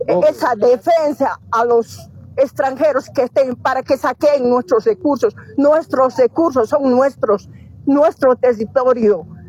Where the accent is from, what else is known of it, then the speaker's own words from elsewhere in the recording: Bolivia; todos los que somos bolivianos